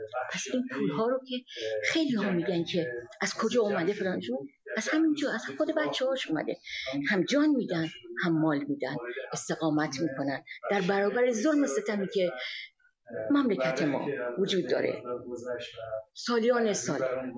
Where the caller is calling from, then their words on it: Canada; also born or lived in Iran; از کانادا اومدم. میخوام یک خاطره ای رو از برادرم زمانی که در ایران بودیم برای شما تعریف کنم